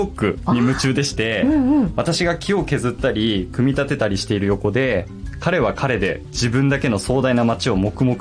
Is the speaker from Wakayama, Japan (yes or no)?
no; Natori, Miyagi, Japan; 私生まれも育ちもずっと名取でして、居心地が良くてですね、名取から外に出たことがございません。